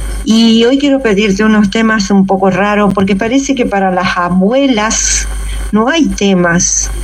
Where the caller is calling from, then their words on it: Charata, Chaco, Argentina; de Charata.